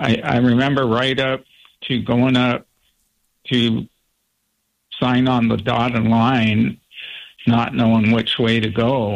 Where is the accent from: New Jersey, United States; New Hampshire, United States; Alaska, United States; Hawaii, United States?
Alaska, United States; Wrangell; And, you know, I grew up in Wrangell.